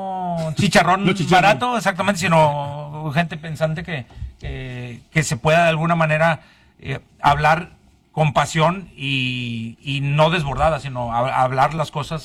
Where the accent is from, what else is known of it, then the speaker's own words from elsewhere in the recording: San Nicolás de los Garza, Nuevo León, Mexico; y soy de barrio porque pues vengo de San Nicolás, de Las Puentes. De ahí soy.